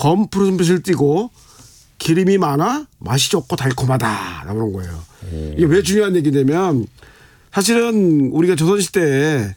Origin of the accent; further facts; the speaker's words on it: Namhae, South Gyeongsang, South Korea; 제 고향 남해가 전어의 주산지입니다 보니까